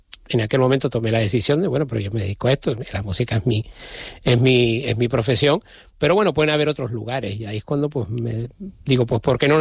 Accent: Canary Islands, Spain

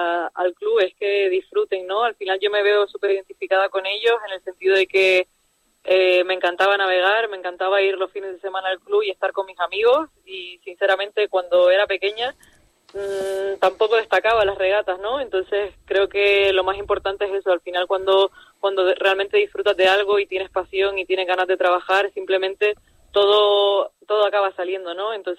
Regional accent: Canary Islands, Spain; moved away as an adult; also born or lived in Hong Kong; nací y crecí en Gran Canaria

